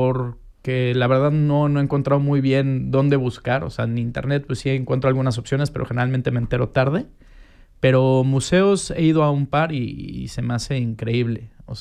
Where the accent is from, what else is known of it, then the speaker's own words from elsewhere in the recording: Cuernavaca, Morelos, Mexico; moved away as an adult; now in Switzerland; uno de mis mejores amigos con el que crecí en Cuernavaca, Frank Fedier